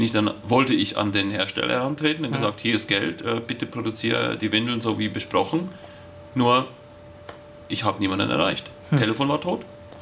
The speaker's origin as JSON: {"language": "German", "country": "Switzerland", "tie": "born or raised there", "said": "Ich bin in der Schweiz aufgewachsen."}